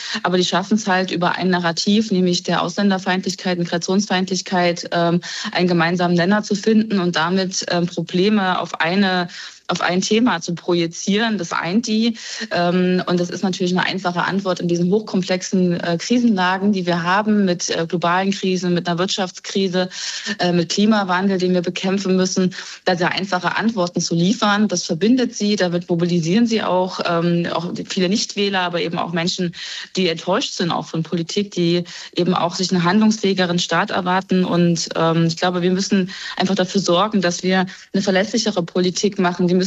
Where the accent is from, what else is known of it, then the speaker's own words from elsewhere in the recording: Thuringia, Germany; ich komme aus Thüringen